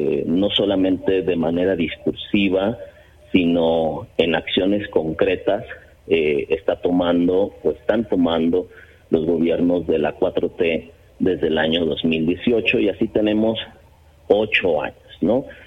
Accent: Mexico

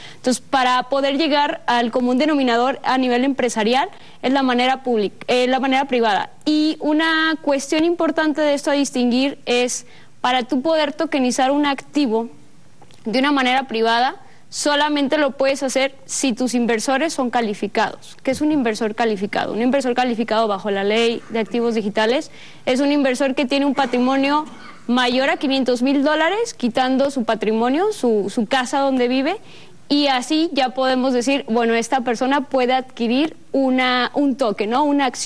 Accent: Mexico; yo soy mexicana

